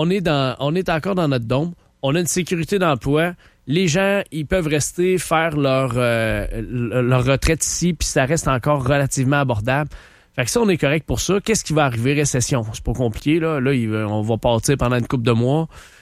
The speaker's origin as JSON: {"language": "French", "country": "Canada", "said": "J'ai été fier vraiment d'être Canadien là, pendant longtemps."}